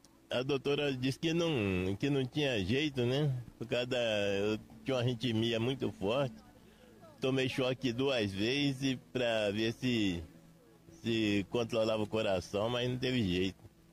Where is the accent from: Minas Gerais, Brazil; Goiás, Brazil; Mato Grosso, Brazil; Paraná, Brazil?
Minas Gerais, Brazil; Matias Barbosa; É Matias Barbosa.